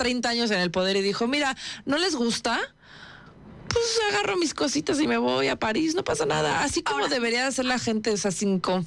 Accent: Mexico; Esa es la mezcla que nosotros traemos adentro como orgullosos mexicanos.

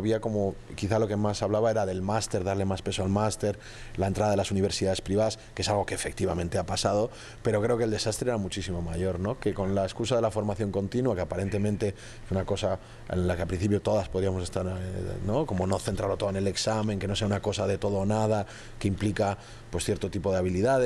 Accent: Basque Country, Spain; cuando me identificaban como vasco enseguida era

